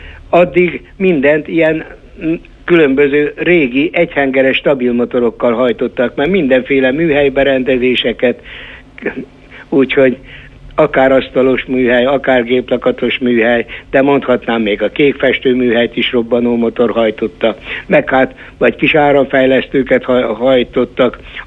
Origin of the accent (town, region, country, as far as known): Hungary; born or raised there